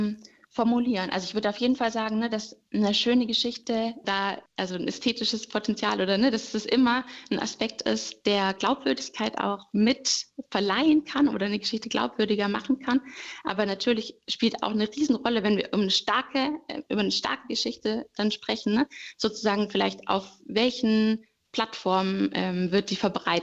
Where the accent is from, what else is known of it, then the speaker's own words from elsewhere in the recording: Stuttgart, Baden-Württemberg, Germany; now in Erfurt, Germany; Also ich komme aus Stuttgart, und als ich nach Erfurt gezogen bin